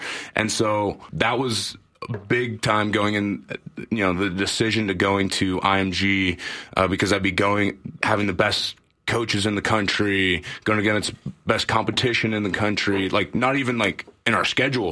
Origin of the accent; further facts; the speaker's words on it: New Westminster, British Columbia, Canada; born there; to have him up in New Westminster, up in BC, and then brought him right back down, and that's how I'm Canadian.